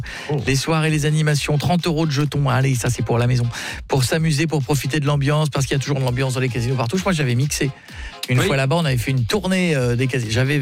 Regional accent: Hauts-de-France, France; Ouais, j'ai grandi en Picardie, j'ai pris de la pluie sur la gueule toute ma vie.

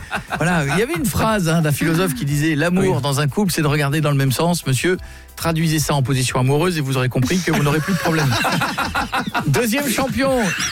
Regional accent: France; Alors, c'est un truc qui se faisait même chez nous en France il y a très longtemps, qui ne se fait plus.

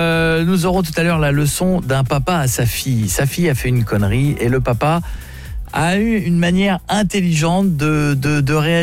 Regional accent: Marle-sur-Serre, Hauts-de-France, France; moved away; Moi, j'ai grandi à Marle-sur-Serre.

